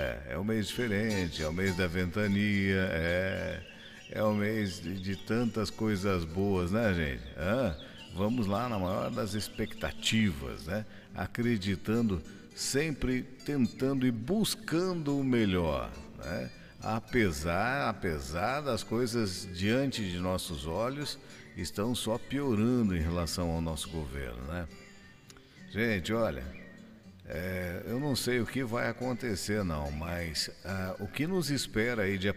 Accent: Brazil; nós somos brasileiros

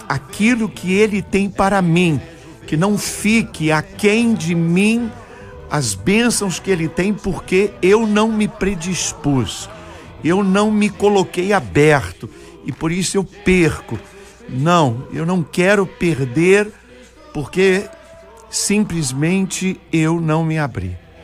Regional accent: Brazil; para nós que somos brasileiros

